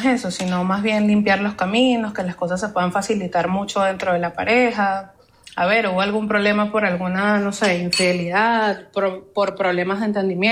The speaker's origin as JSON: {"language": "Spanish", "country": "Venezuela", "moved": "yes", "lives_now": "Bucaramanga, Colombia", "said": "Yo soy de Venezuela, pero vivo en Bucaramanga."}